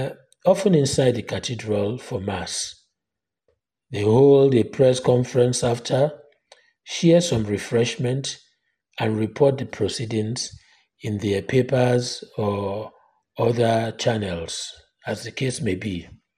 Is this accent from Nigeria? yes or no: yes; Nigeria